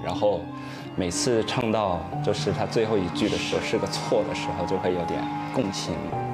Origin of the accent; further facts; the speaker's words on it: Hong Kong; 我香港的，晚上就飞过去，因为还要上班。